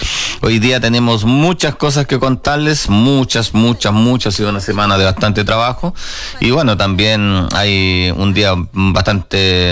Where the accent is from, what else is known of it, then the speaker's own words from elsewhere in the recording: Chile; en mi tierra, en Carén